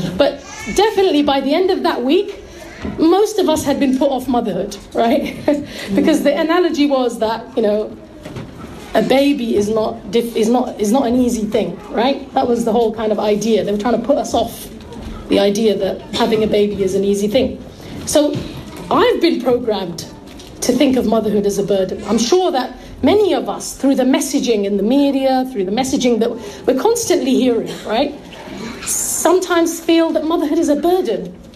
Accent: London, United Kingdom; born there; I went to a girls' school in Barnet.

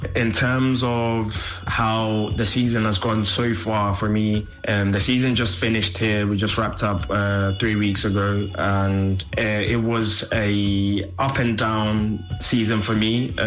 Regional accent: Gaborone, South-East District, Botswana; for me as a kid coming from Botswana, growing up in Gaborone, something I didn't think, you know, I would achieve ever.

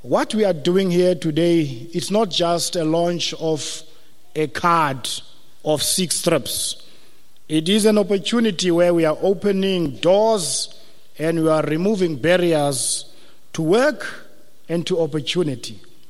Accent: Beaufort West, Western Cape, South Africa; I was born and bred in Beaufort West

